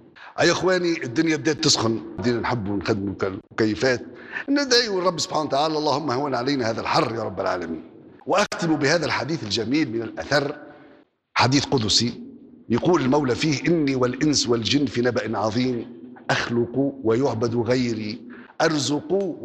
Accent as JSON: {"language": "Arabic", "country": "Tunisia"}